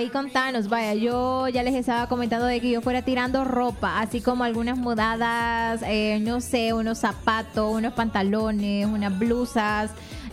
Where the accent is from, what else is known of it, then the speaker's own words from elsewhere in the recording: Santa Ana, El Salvador; es una de las cosas que nos caracterizan pues como santanecos y como salvadoreños.